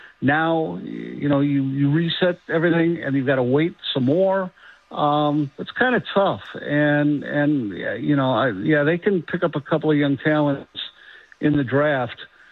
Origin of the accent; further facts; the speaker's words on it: Illinois, United States; I grew up in the Chicago suburbs.